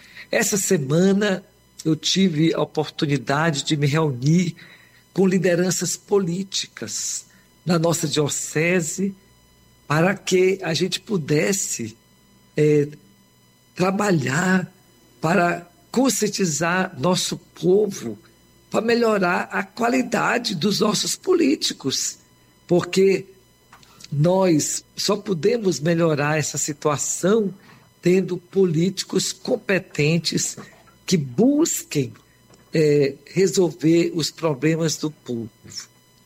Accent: Maranhão, Brazil

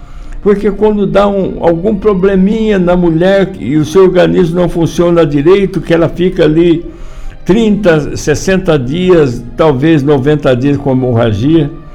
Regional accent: Brazil; como a gente diz aqui no popular, aqui no Brasil

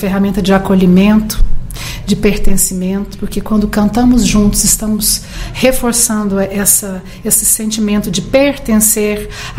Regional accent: Goiás, Brazil; porque eu sou do interior, eu sou de Pameri, interior de Goiás.

